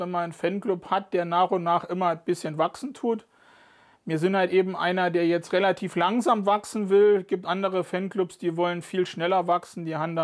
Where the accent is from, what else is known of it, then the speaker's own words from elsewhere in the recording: Saarland, Germany; Als Saarländer ist man schon ein bisschen stolz drauf, dass die Bayern dann ins Saarland kommen